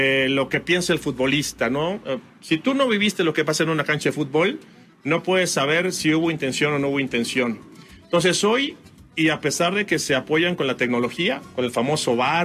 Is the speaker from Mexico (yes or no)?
yes; Mexico; Como mexicano y como gente de fútbol, me queda la sensación de que se le pudo haber ganado a Inglaterra